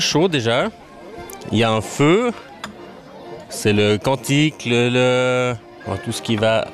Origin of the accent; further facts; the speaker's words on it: Vaud, Switzerland; Parce que je suis longerois, je suis vaudois et par conséquent, je suis suisse.